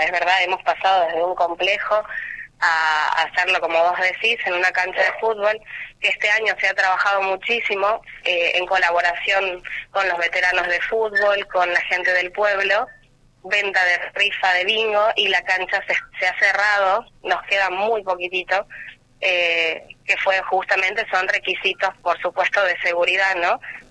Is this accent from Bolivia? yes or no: no; Dragones, Salta, Argentina; moved away; me encanta trabajar por mi pueblo. Yo no estuve muchos años aquí, y hace un par de años volví